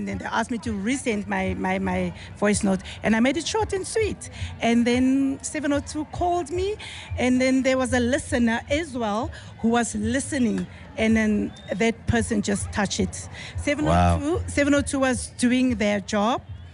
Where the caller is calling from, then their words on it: Vosloorus, Gauteng, South Africa; from Vosloo.